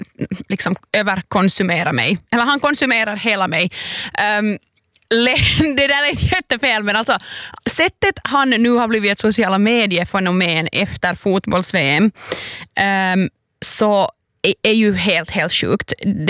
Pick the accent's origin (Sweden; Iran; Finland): Finland; som finlandssvensk